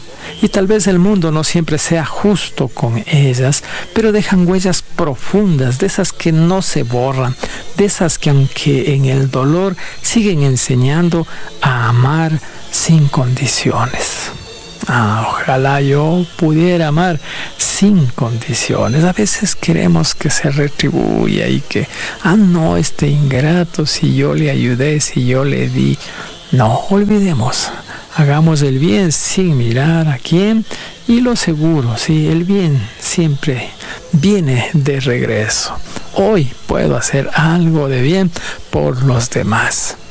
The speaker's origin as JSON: {"language": "Spanish", "country": "Ecuador", "said": "Así somos los ecuatorianos."}